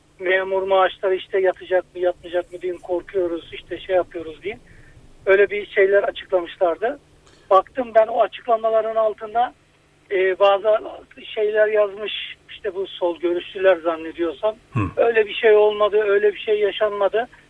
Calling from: Istanbul, Turkey; İstanbul'dan arıyorum.

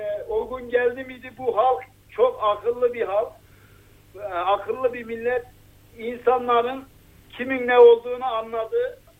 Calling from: Yozgat, Turkey; Yozgat'tan arıyorum.

